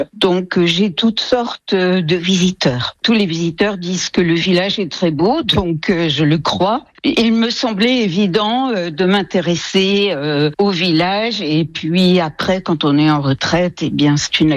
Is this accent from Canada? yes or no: no; Orbey, Grand Est, France; Eh bien, j'étais natif d'Orbey, je suis partie vivre très longtemps ailleurs. Je suis revenue